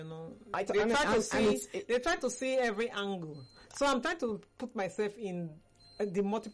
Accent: Nigeria; I'm a Nigerian.

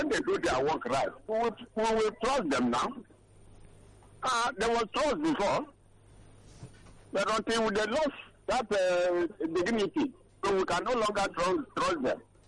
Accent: Nigeria; When I was growing up in Nigeria, when the systems were working, we could have one product.

